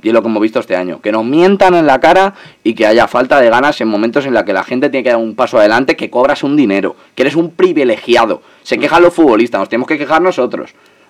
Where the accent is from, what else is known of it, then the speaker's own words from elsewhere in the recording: Leganés, Community of Madrid, Spain; born there; yo soy de Leganés, de la ciudad de Leganés